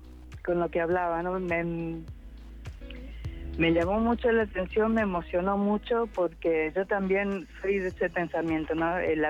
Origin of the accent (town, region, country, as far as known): Corrientes, Argentina